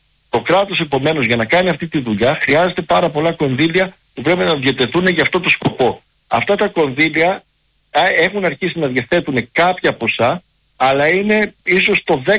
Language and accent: Greek; Lesbos, North Aegean, Greece; Κατάγομαι από τη Λέσβο